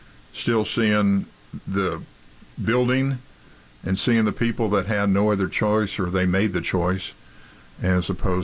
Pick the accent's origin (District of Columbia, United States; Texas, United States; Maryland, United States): Texas, United States; I don't know about the South, because everybody says, oh, Texas, you're all part of the South. No, we're not. We're Texas.